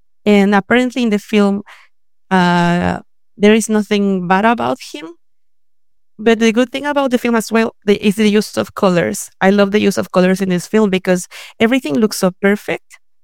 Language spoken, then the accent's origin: English; Mexico City, Mexico; now in Paris, France; I'm from Mexico City.